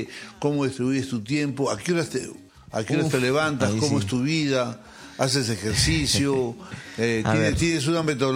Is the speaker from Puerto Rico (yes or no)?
no; Peru; al margen de que somos peruanos